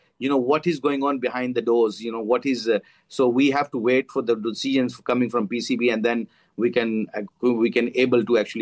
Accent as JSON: {"language": "English", "country": "Pakistan", "second_language": "English", "said": "So I'm hurt as an ex-cricketer, as a Pakistani."}